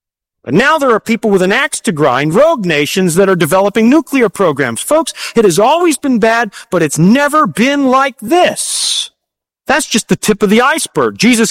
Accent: Canada; moved away; also born or lived in Toronto; My home country, Canada

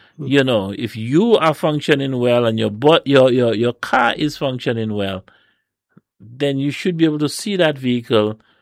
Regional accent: St. Lucia

